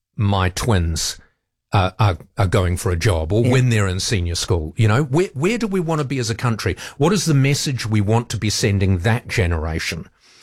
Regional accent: New Zealand; the same morals and views and ideals and society that I was brought up in New Zealand.

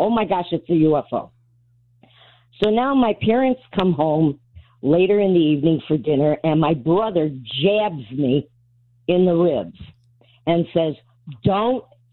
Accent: Shaker Heights, Ohio, United States; also born or lived in Pepper Pike; Now, originally, I'm from Shaker Heights, Cleveland, Ohio. And we moved from Shaker Heights out to Pepper Pike.

